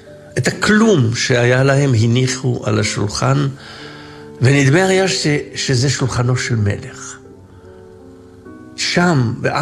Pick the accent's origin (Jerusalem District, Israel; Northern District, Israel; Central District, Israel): Jerusalem District, Israel; Jerusalem; born or raised there